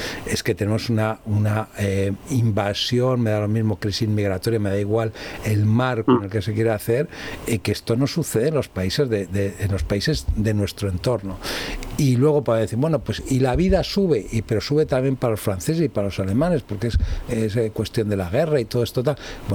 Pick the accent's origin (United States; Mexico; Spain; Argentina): Spain; yo siento decir esto porque me siento español, aunque no tengo mucho sentimiento de identidad, porque he vivido en muchas partes